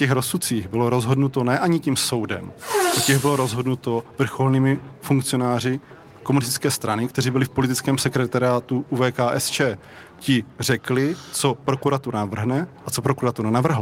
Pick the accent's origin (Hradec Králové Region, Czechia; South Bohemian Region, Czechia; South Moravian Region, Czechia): South Moravian Region, Czechia; Bučovice; Já jsem znal Václava Drbolu z hodou okolností z toho důvodu, že jsem z Bučovic a on tam 7 let působil